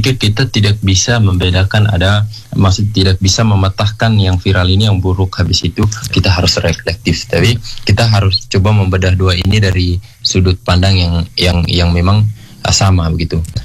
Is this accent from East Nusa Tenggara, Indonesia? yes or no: yes; East Nusa Tenggara, Indonesia; kita orang NTT